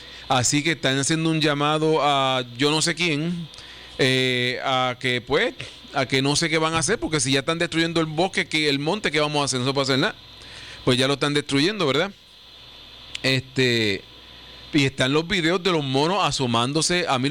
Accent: Puerto Rico; como puertorriqueños, elegimos todos.

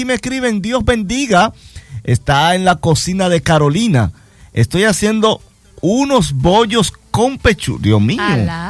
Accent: La Romana, Dominican Republic; somos de la Romana.

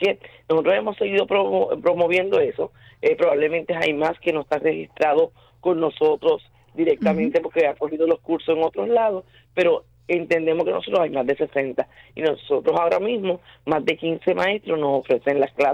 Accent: Puerto Rico

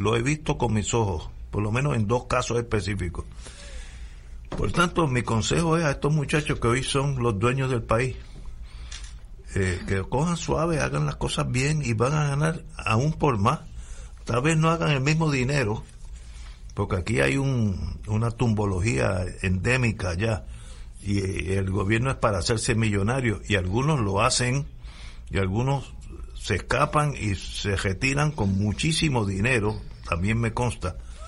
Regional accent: Puerto Rico

